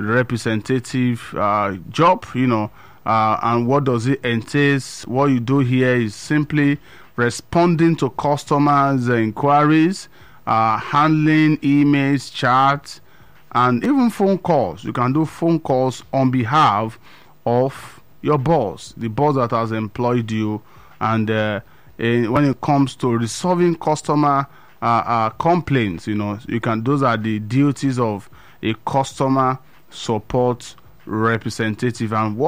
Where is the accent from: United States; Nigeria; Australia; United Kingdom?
Nigeria; earning in dollars as a Nigerian living in Nigeria.